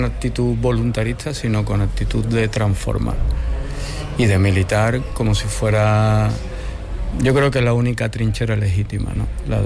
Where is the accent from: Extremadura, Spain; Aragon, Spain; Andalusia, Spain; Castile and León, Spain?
Andalusia, Spain; y como andaluces para nosotros es muy importante, ¿no? Lo es en el flamenco, lo es en la poesía andalusí